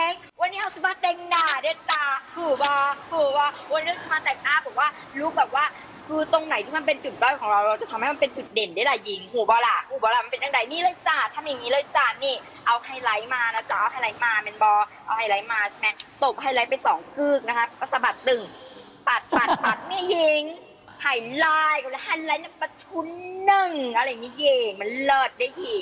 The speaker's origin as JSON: {"language": "Thai", "region": "Phang Nga", "country": "Thailand"}